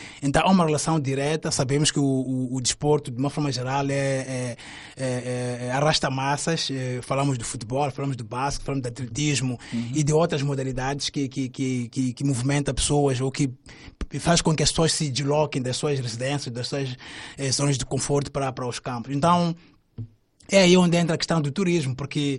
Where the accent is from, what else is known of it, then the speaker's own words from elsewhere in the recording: Maputo, Maputo City, Mozambique; born there; Se calhar recordar ou informar os ouvintes que eu nasci em Maputo, no bairro do Jardim.